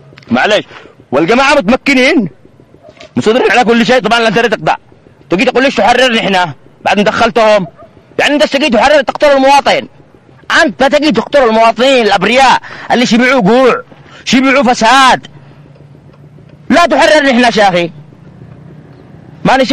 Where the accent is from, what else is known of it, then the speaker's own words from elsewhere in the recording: Taiz, Taiz Governorate, Yemen; نحن ابناء تعز